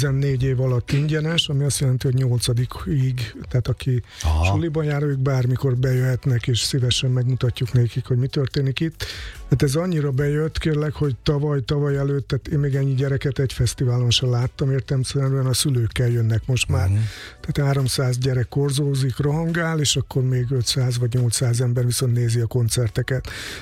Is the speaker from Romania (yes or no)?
no; Mali Iđoš, Vojvodina, Serbia; értemszerűen innen származom, Kishegyesről